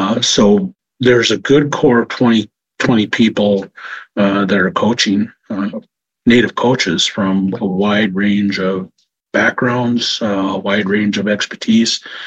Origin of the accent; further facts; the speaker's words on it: Fond du Lac, United States; I grew up as … so I'm from Fond du Lac.